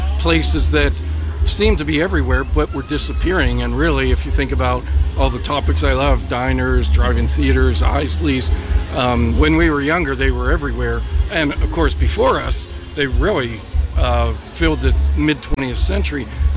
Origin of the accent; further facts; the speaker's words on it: West Mifflin, Pennsylvania, United States; I have spent my entire life living in West Mifflin.